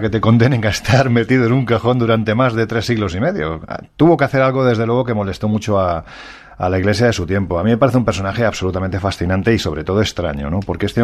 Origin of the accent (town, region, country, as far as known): Jaén, Andalusia, Spain